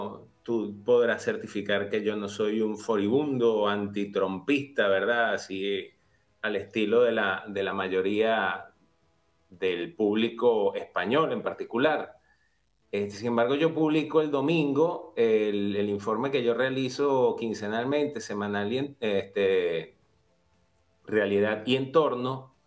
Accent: Venezuela; Yo que además soy venezolano

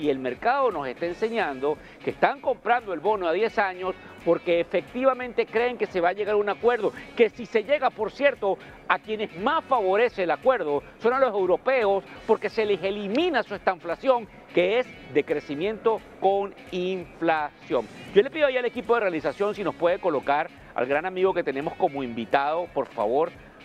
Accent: Venezuela; now in United States; donde yo soy mitad americano y mitad venezolano. Y les explico por qué.

